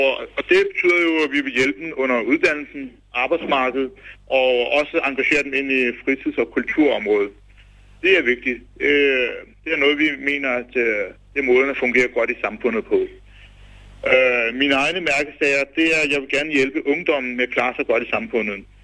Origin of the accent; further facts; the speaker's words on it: Høje-Taastrup, Capital Region of Denmark, Denmark; Jeg er pakistansk mand fra Høje-Taastrup Kommune. Jeg er 27 år, uddannet revisor